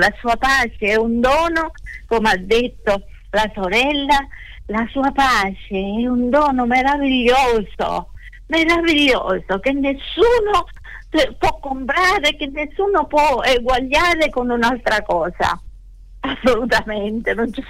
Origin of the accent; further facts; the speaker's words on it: Sicily, Italy; moved away; io e mio marito siamo siciliani